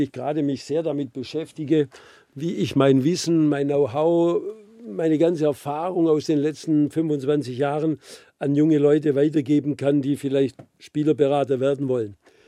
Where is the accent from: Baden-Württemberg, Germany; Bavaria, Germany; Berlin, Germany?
Baden-Württemberg, Germany; accent: Swabian; Meinen schwäbischen Akzent versteht man hier auch ganz gut.